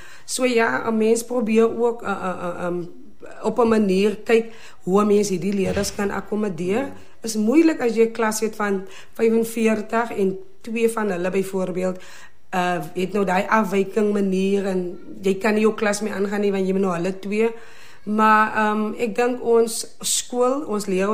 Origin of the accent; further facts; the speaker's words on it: Borgerts, Western Cape, South Africa; ek is hier gebore in Borgerts. So ek het hier geblei, ek het groot geword, my ouders blei nog steeds in Borgerts